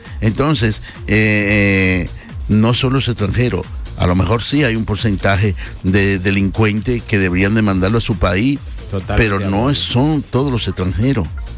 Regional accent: Dominican Republic; now in Spain; yo como dominicano, nacionalizado, español

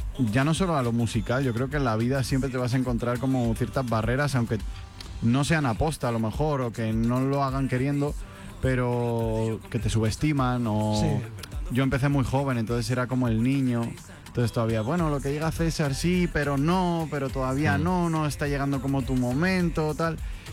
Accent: Madrid, Community of Madrid, Spain; yo soy de Madrid, de verdad, mi familia, todo.

